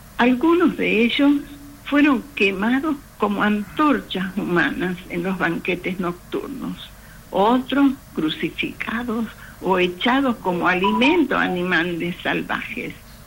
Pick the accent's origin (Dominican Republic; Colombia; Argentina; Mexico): Argentina